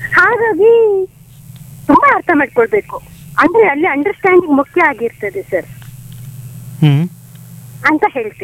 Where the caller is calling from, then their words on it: Karkala, Karnataka, India; ಕಾರ್ಕಳದಿಂದ.